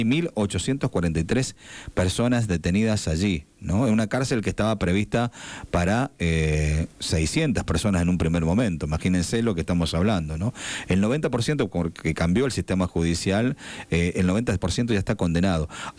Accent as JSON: {"language": "Spanish", "region": "San Juan", "country": "Argentina"}